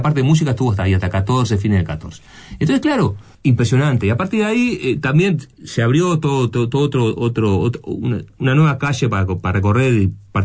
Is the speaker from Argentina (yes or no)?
no; Uruguay; nosotros somos de Uruguay